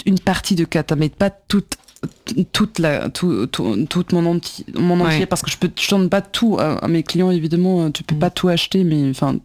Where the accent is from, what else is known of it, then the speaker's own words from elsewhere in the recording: Germany; now in Paris, France; Je suis allemande, hein.